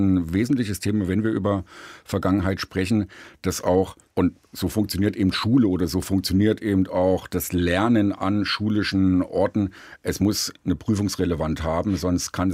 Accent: Thuringia, Germany; in Südthüringen, wo ich herkomme, also im ehemaligen Bezirk Suhl, war die Grenze da und das Leben war in der DDR vorgeformt bzw. vorgeprägt.

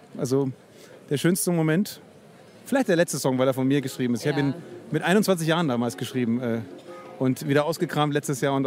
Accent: Bavaria, Germany; now in Berlin, Germany; Ich kann auch Berlinern, aber ich sehe mich schon als Franke.

